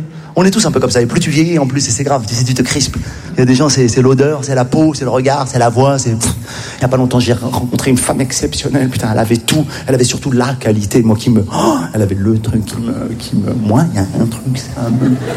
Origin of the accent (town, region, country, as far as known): Morocco; born there